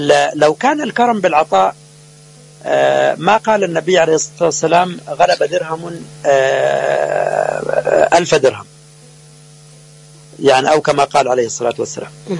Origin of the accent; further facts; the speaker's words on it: Egypt; وعندنا في مصر